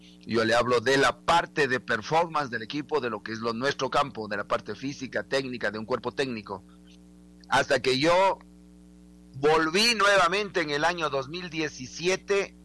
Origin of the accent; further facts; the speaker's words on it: Ecuador; yo soy ecuatoriano